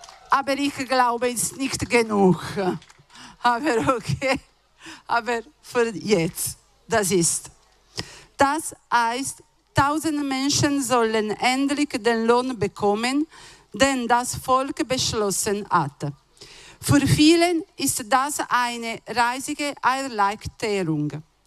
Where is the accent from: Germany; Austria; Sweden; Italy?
Italy; moved away as an adult; now in Switzerland; Ich komme aus Italien und ich arbeite hier in der Schweiz in der Gastronomie.